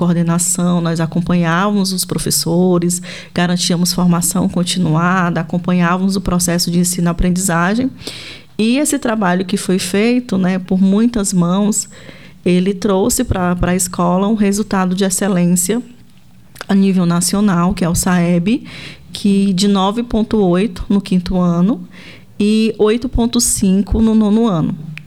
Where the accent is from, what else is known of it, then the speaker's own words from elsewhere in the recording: Sobral, Ceará, Brazil; diferente de Pinhal, a cidade de onde eu vim, que é Sobral, o município ele contempla desde a educação infantil até o Fundamental 2.